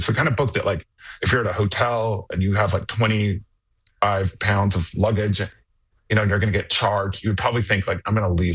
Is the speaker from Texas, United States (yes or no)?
yes; Houston, Texas, United States; Well, because also as a Texan and as a Houstonian, I think that I know and that we know that Jewish history in just in this country is a lot broader